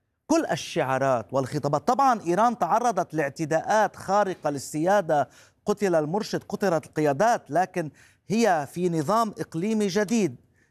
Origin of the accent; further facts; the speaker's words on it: Lebanon; يضعنا كلبنانيين